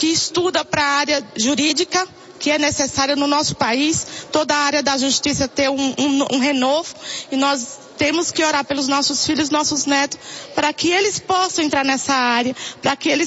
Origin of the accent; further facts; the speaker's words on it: São Paulo, Brazil; eu sou aqui de São Paulo, capital, né?